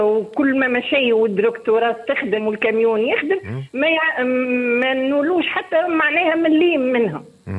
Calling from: Jemmal, Monastir Governorate, Tunisia

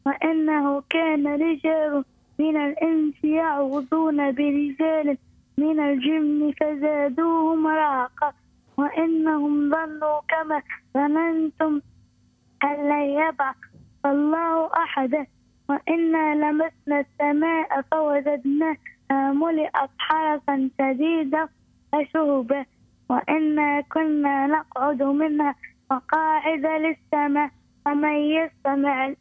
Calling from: Mahdia Governorate, Tunisia; المهدية سيدي زيد.

